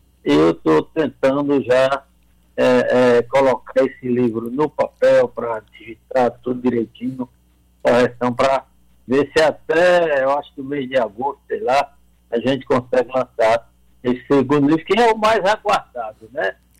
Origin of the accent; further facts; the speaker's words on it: Juazeiro do Norte, Ceará, Brazil; also born or lived in Cedro; Agora eu cheguei em Juazeiro muito garoto, cheguei aqui ia fazer 13 anos de idade, 65, e aqui eu fiz a minha vida no futebol, cresci aqui